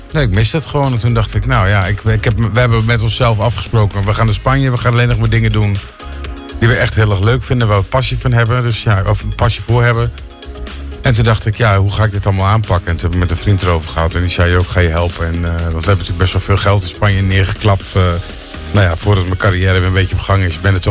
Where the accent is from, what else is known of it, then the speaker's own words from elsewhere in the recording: Netherlands; moved away as an adult; now in Benidorm, Spain; Ook niet toen ik nog in Nederland woonde.